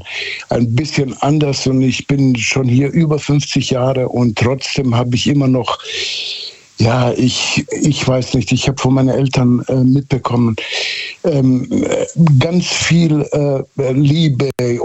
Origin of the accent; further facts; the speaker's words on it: Southern Germany, Germany; Also ich weiß, ich bin quasi auf dem Dorf aufgewachsen in Süddeutschland.